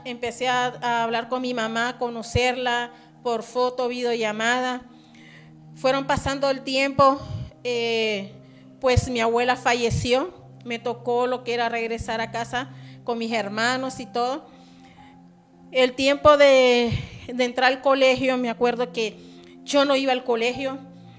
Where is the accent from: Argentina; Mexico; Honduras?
Honduras; El Progreso, Yoro; soy del Progreso Lloro